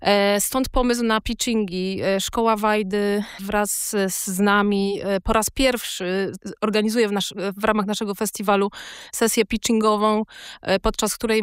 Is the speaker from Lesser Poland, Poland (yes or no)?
yes; Kraków, Lesser Poland, Poland; Jako krakowianka z pełnym przekonaniem bardzo wszystkim polecam podróż do Warszawy